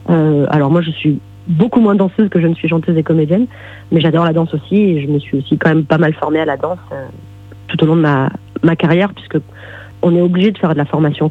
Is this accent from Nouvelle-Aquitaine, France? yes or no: yes; Grignols, Nouvelle-Aquitaine, France; moved away as an adult; also born or lived in Paris / New York; je suis périgourdine, pas de naissance, mais de cœur, puisque j'ai grandi à Grignoles, en Dordogne, à côté de Saint-Astier.